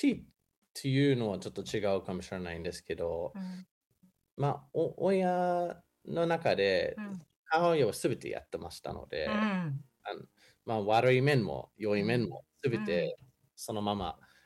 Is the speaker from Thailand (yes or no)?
no; Adelaide, South Australia, Australia; moved away; オーストラリアのアデレードっていうところですね。